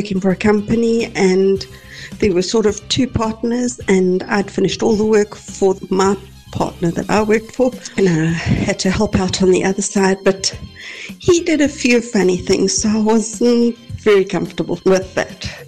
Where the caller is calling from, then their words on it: Hillcrest, KwaZulu-Natal, South Africa; from Hillcrest.